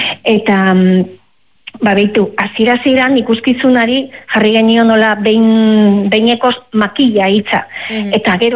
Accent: Basque Country, Spain; Ba, bizkaitarra naiz eta nire herrian dausoan hori egun handia zan, gau handia zan, ez?

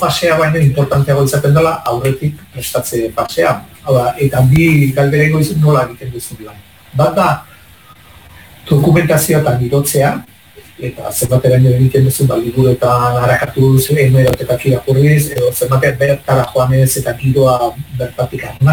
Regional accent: San Sebastián, Basque Country, Spain; Ni donostiarra naiz, baino Pasaian eta Uria mendian asko ibili naiz, asko.

